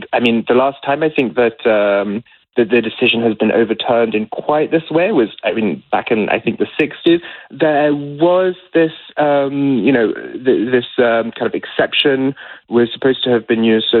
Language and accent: English; England, United Kingdom; now in Belgium; I'm English. I've been here 4 years though, so I'm definitely fond of Belgium